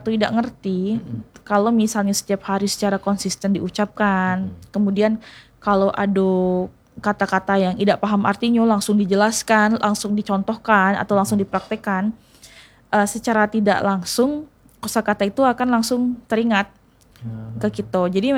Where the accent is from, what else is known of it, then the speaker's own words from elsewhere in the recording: Bengkulu, Indonesia; accent: Sumatran; Kayak misalnya saya orang Bengkulu ngomong bahasa Indonesia tuh pasti orang ketahuan, iku pasti orang Sumatera